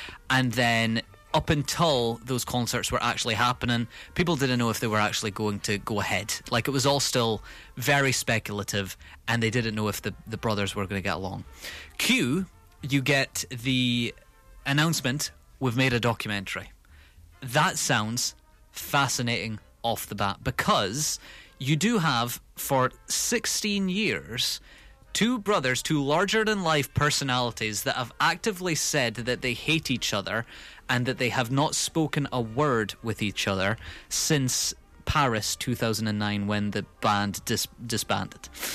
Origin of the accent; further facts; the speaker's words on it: United Kingdom; milking every single pound that we've got as fans, or just as general British public.